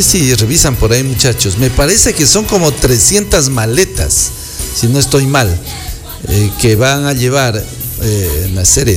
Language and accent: Spanish; Ecuador